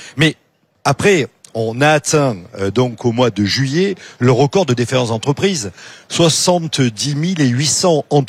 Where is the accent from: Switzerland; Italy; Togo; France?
France; South-West France; comme on dit chez moi, dans le Sud-Ouest